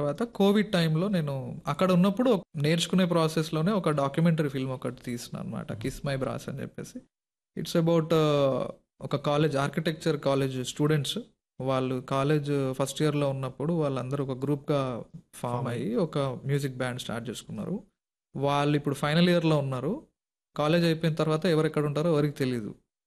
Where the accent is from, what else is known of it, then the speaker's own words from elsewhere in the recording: Bollepalli, Telangana, India; also born or lived in Nagarjuna Sagar; మాది సొంత ఊరు భువనగిరి దగ్గర బొల్లేపల్లి, రావినారాయణ రెడ్డి గారి గ్రామము.